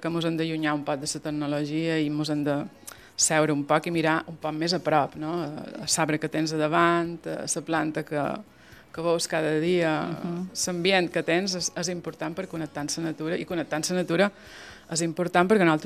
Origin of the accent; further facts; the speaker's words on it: Fornalutx, Balearic Islands, Spain; born there; Ja he nascut a Fornalutx, Sóller, una cama a cada banda.